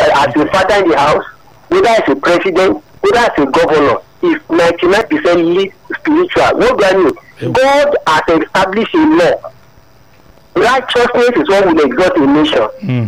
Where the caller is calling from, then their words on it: Delta, Nigeria; I'm from Isoko North.